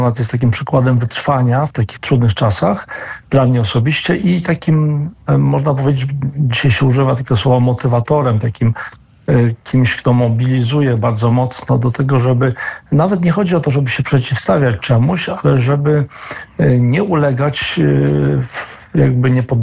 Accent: Biała Podlaska, Lublin Voivodeship, Poland; urodziliśmy się w tym samym mieście Białej Podlaskiej

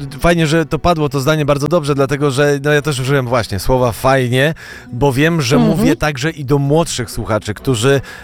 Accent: Warsaw, Masovian Voivodeship, Poland; Jestem rodowitym warszawianinem, ale Wrocław jest niezwykle mi bliski z różnych przyczyn osobistych

